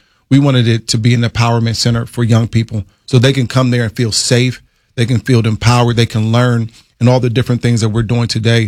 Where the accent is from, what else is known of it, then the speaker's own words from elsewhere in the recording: Fort Washington, Maryland, United States; I grew up in Fort Washington, Maryland.